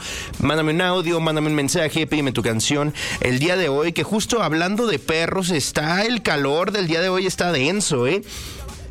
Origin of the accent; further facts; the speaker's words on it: Mexico; somos mexicanos